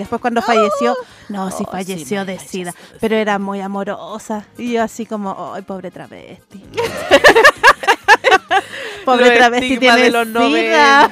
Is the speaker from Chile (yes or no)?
yes; San Bernardo, Santiago Metropolitan Region, Chile; mi pueblo era más grande, San Bernardo era más grande. Era una ciudad.